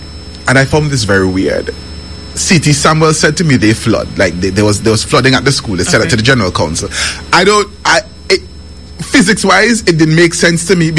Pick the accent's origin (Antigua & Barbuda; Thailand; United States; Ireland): Antigua & Barbuda; All Saints, Saint John; Because I'm from All Saints, went to schools in the city.